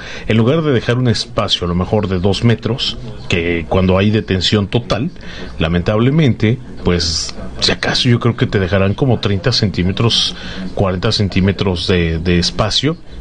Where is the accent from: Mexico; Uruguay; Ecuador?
Mexico